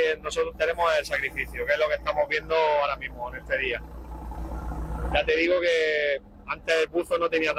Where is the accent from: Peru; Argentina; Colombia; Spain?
Spain; Cartagena, Region of Murcia; soy de Cartagena.